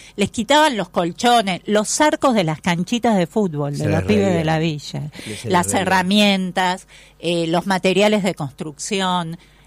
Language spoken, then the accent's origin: Spanish; Buenos Aires, Argentina; Como argentina y como porteña digo